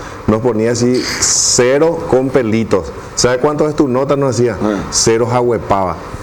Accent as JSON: {"language": "Spanish", "town": "Juan León Mallorquín", "region": "Alto Paraná", "country": "Paraguay", "tie": "born there"}